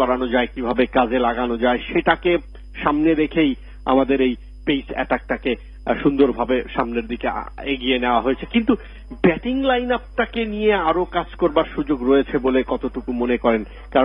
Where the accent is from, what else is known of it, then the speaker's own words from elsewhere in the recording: Bangladesh; বাংলাদেশের যারা সমর্থক রয়েছেন, যারা আমরা বাংলাদেশি রয়েছি